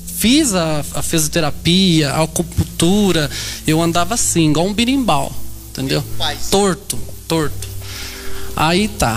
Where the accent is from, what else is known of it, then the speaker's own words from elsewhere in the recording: Apucarana, Paraná, Brazil; Eu sou lá de Apucarana.